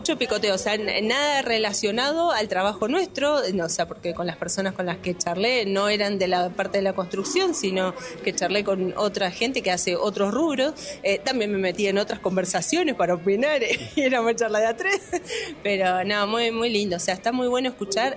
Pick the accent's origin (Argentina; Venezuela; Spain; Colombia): Argentina; Coronel Suárez, Buenos Aires Province; Yo soy de Coronel Suárez, provincia de Buenos Aires